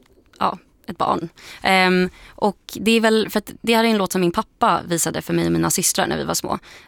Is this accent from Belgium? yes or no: yes; Brussels, Brussels-Capital Region, Belgium; Jag växte upp i Bryssel och där jag lyssnade inte på överdrivet mycket musik